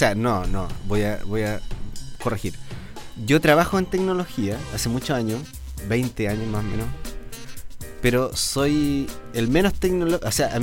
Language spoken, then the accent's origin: Spanish; Chile